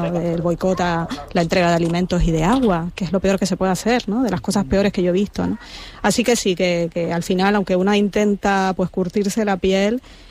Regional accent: Spain

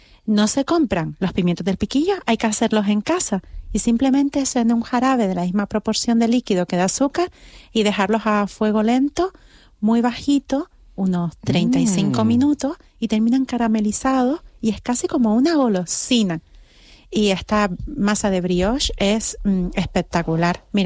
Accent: Canary Islands, Spain; como los canarios, María, Fran Cuenca, somos tan fans de los sandwichitos.

